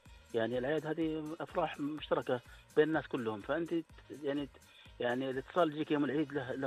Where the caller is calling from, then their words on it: Dammam, Eastern Province, Saudi Arabia; انا اكلمك من الدمام.